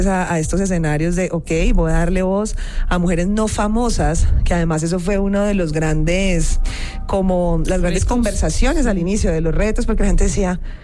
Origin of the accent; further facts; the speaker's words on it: Cali, Valle del Cauca, Colombia; now in Bogotá, Colombia; Sí, yo soy caleña, ve. Desde Cali, Colombia. Yo vengo de Bogotá, porque yo vivo en Bogotá, pero yo soy de Cali.